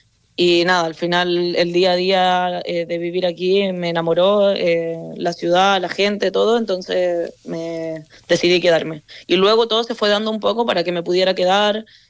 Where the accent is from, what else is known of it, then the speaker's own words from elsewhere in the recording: Santiago, Santiago Metropolitan Region, Chile; moved away as an adult; now in Gijón, Spain; Yo vengo de una capital, vengo de Santiago. Entonces, claro, es todo como muy seco, es distinto. Es como vivir en Madrid, es como una ciudad muy grande, mucha gente.